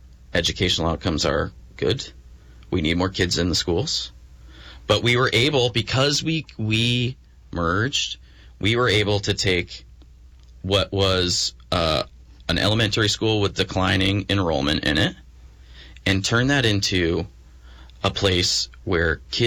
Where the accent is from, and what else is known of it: Essex Junction, Vermont, United States; born or raised there